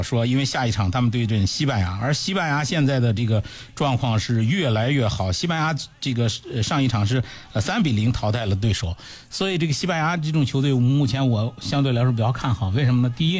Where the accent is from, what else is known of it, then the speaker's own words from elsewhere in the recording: China; 用我们中国人的话说